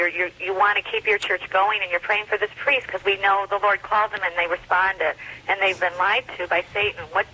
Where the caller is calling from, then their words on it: Chicago, Illinois, United States; I'm calling from the Chicago area.